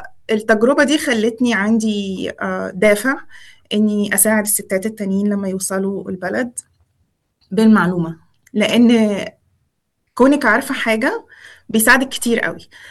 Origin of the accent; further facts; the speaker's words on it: Egypt; moved away as an adult; now in Adelaide, Australia; أنا مصرية، أصولي مصرية، اتنقلت لأستراليا من حوالي 9 سنين في 2017 تحديداً.